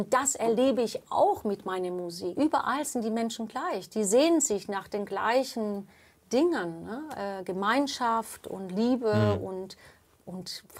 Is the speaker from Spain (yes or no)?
yes; Spain; first language English; German is a second language; aber ich bin in Spanien geboren.